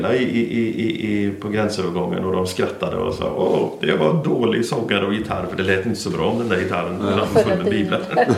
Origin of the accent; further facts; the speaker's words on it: Albania; accent: North Albanian dialect; Och jag pratar en nordalbansk dialekt.